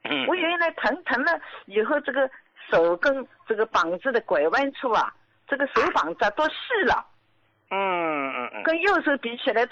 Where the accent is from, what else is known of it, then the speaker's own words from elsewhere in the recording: Jiangsu, China; 我今年73岁，我是江苏的。